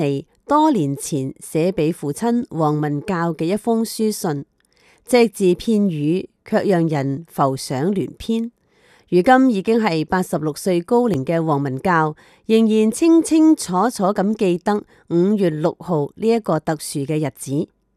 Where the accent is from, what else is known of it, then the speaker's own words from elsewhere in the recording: Indonesia; moved away as an adult; now in China; 那个时候如果要回国是很麻烦的，印尼政府不一定愿意，因为我是印尼的羽毛球国手，当时的政策也是人才不外流。